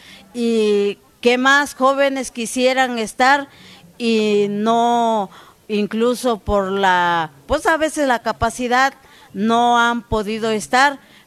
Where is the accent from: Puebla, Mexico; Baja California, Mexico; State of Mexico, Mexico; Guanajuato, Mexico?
Puebla, Mexico; Acatlán de Osorio; Yo vengo de Acatlán de Osorio, 3 horas más para allá, en la zona marginada.